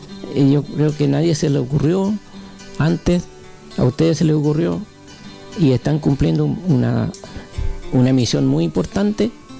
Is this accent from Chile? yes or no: yes; Chile; No solo decir que soy chileno